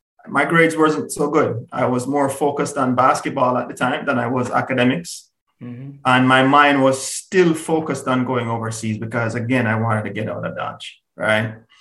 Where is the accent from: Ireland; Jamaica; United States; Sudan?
Jamaica; Spanish Town, Saint Catherine; born or raised there; moved away